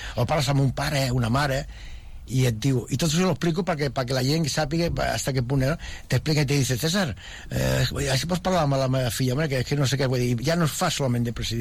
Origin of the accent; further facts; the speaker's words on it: Terrassa, Catalonia, Spain; also born or lived in Sabadell; Aunque soc fill de Terrassa